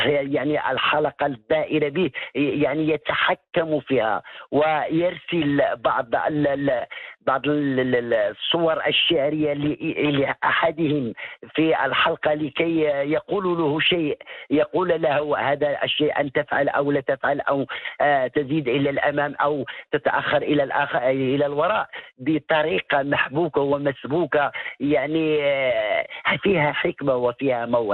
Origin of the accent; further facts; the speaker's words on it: Morocco; عندنا في المغرب